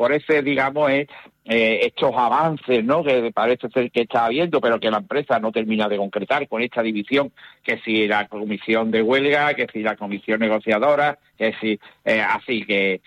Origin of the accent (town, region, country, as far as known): Cádiz, Andalusia, Spain